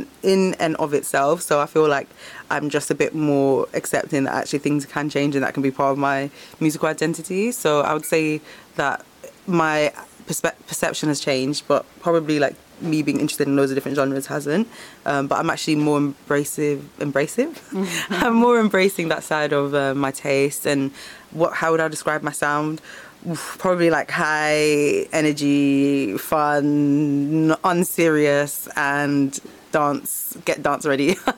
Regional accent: Germany; But I'd say growing up in Germany, and also my dad is Jamaican and my mom's German, I think I've always had like a very eclectic taste in music

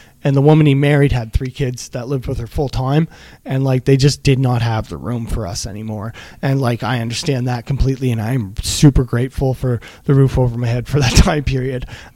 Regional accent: Mount Uniacke, Nova Scotia, Canada; I grew up in Mount Uniacke. I knew the area.

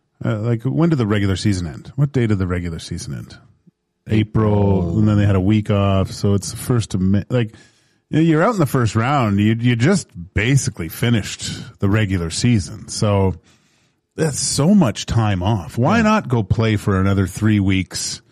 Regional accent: Haiti; I'm from Haiti. Don't you know that?

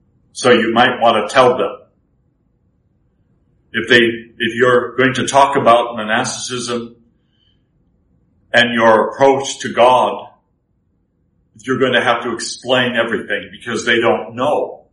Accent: Spokane, Washington, United States; When I was growing up in Spokane, I can remember family gatherings that were almost on a weekly basis

